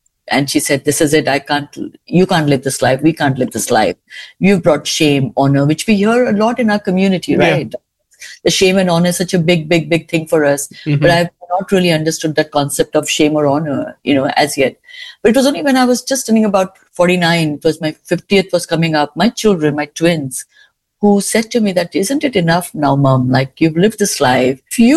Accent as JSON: {"language": "English", "town": "Mumbai", "region": "Maharashtra", "country": "India", "tie": "born or raised there", "said": "I was raised in India, Mumbai. I'm not a Hindu. I'm a Catholic."}